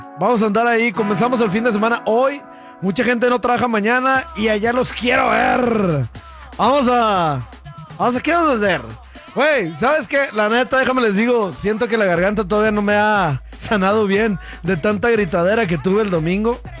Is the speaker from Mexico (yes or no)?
yes; Mexico